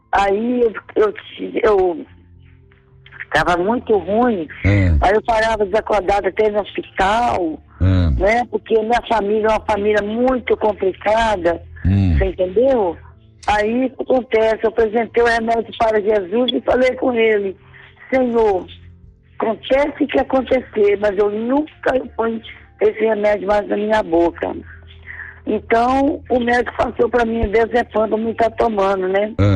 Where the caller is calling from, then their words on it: Coronel Fabriciano, Minas Gerais, Brazil; Coronel Fabriciano, Padre ….